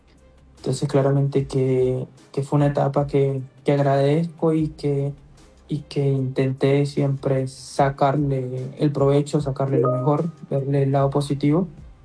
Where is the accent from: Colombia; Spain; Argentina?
Colombia; Quibdó, Chocó; moved away; hago mención del lugar que yo nací, el lugar que me vio crecer